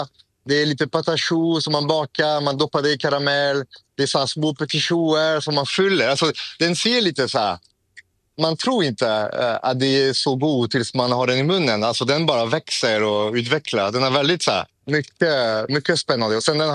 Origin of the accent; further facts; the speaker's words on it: Paris, Île-de-France, France; now in Sweden; jag är vid Republik i mina hemtrakter.